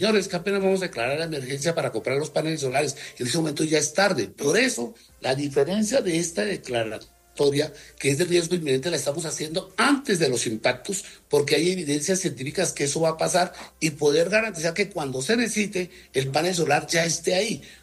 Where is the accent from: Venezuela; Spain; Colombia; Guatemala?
Colombia; Allí tenemos nosotros, es que como colombianos, hacer una veeduría que esa ejecución se haga y se haga correctamente.